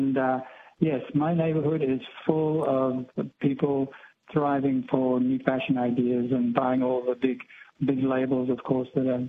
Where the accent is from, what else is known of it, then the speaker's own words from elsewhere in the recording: Australia; moved away as an adult; also born or lived in Boston, United States; now in New York City, United States; As being an Aussie, the first step for me to move to this country, I came here actually when I was 19 as an architecture student and fell in love with New York.